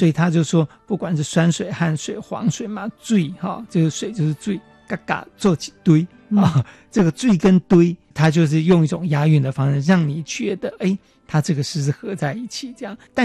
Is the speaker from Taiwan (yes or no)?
yes; Taiwan; accent: Taiwanese; 其实有，我们有传统的台语，还有台语就是在念古书的时候那种念白上面、哦、你可能也是有一种读音跟我们的口音